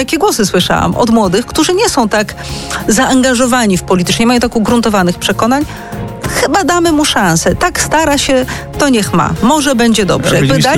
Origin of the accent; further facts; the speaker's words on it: Kraków, Lesser Poland, Poland; z Krakowa.